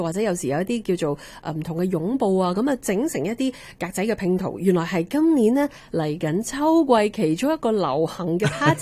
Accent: Canada; 同埋有统计都系话我哋加拿大人咧又再次会掀起一啲咧买加拿大货品嘅意欲啦。

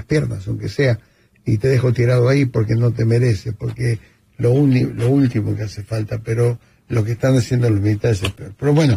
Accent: Argentina

